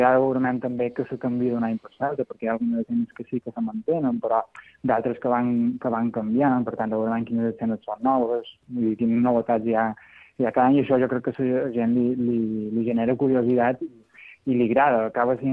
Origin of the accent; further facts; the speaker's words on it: Alcúdia, Balearic Islands, Spain; Sí, jo som d'Alcúdia, sí, i de fet, quan era, ja t'ho dic, que fa quasi 25 anys, o 23 o 24, que se fa el Via Fora, quan petit era figurant del Via Fora